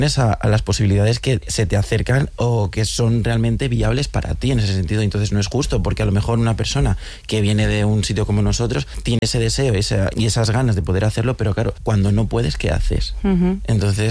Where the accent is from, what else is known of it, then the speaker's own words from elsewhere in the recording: Madrid, Community of Madrid, Spain; yo soy de Villaverde